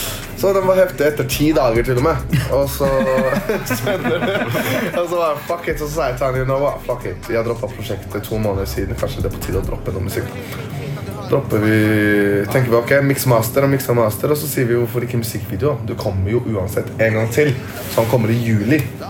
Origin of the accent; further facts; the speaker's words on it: Trondheim, Trøndelag, Norway; Jeg er fra Trondheim, brør. Jeg elsker Trondheim.